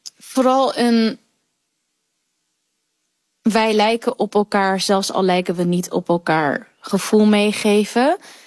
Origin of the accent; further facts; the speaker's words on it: Netherlands; born there; Ik ben in Nederland geboren, mijn ouders zijn gevlucht. Ik ben een diaspora.